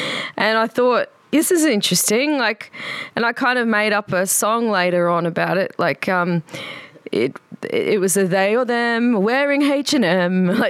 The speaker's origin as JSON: {"language": "English", "town": "Brisbane", "region": "Queensland", "country": "Australia", "lives_now": "Berlin, Germany", "said": "I think though I came from Brisbane, which is a very hot place where girls don't wear a lot of clothes. It's a bit like Brazil."}